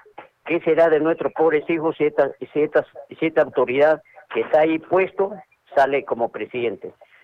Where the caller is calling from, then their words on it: Peru; acá en nuestro querido Perú